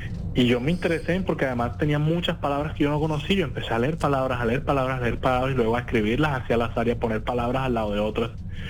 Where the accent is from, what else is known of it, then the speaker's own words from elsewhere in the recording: Cartagena, Bolívar, Colombia; Luego nos mudamos para el barrio de Los Alpes. Allá viví casi toda mi infancia y parte de mi adolescencia.